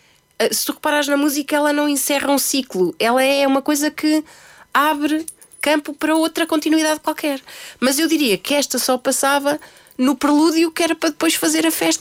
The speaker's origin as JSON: {"language": "Portuguese", "town": "Murça", "region": "Norte", "country": "Portugal", "tie": "born or raised there", "moved": "yes"}